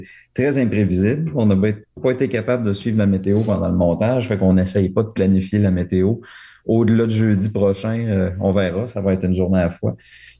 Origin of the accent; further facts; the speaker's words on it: Rimouski, Quebec, Canada; moved away as an adult; also born or lived in Montreal; now in Quebec City, Canada; Moi, je viens de Rimouski, puis je me destinais plus au monde des affaires parce que ma famille était une famille d'entrepreneurs.